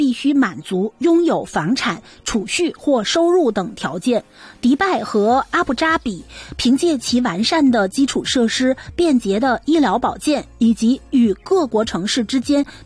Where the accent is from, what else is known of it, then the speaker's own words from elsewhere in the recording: Canada; 我们加拿大人